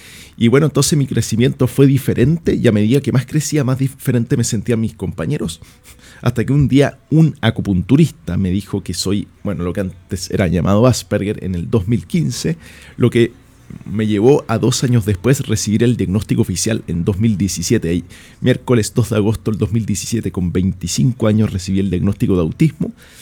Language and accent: Spanish; Santiago, Santiago Metropolitan Region, Chile; soy de Santiago